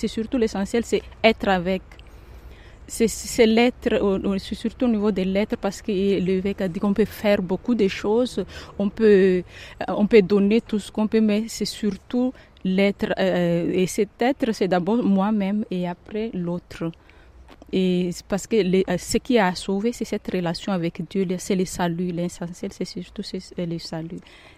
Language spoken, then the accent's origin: French; Madagascar; now in Moselle, France; je viens de Madagascar.